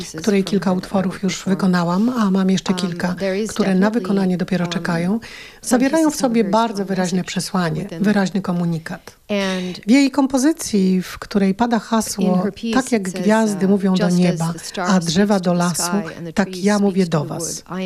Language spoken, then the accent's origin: Polish; Canada; Polish is a second language; also born or lived in Netherlands; now in France; jestem Kanadyjką, 20 lat żyłam w Holandii, od 10 lat mieszkam we Francji, gdzie nawet nie mogę głosować.